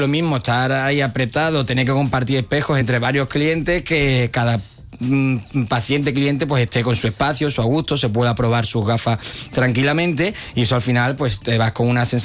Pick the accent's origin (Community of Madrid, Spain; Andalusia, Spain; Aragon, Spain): Andalusia, Spain; Huelva; Seguimos siendo los mismos onubenses, los mismos recreativistas de siempre